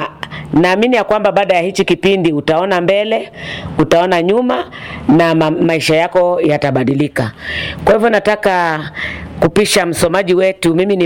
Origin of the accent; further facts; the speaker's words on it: Katoloni, Machakos County, Kenya; natoka Machakos County, mahali kunaitwa Katoloni na stage inaitwa 240.